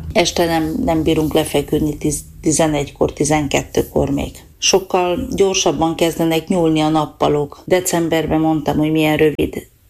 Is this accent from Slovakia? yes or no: no; Transylvania, Romania; now in Norway; Erdélyből jöttem ki